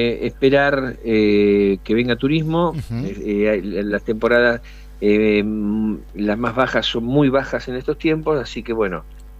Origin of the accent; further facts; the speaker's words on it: Bahía Blanca, Buenos Aires Province, Argentina; yo vengo de una zona de playa, vengo de Bahía Blanca, de esa zona